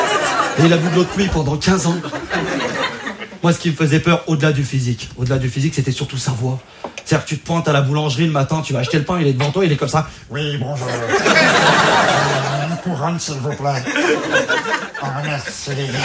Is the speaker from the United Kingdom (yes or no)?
no; Auvergne-Rhône-Alpes, France; je viens de Savoie, d'un petit village. Chez moi, il n'y a pas grand chose à faire. Tout le monde connaît tout le monde. Le passe-temps des gens, c'est d'espionner ses voisins.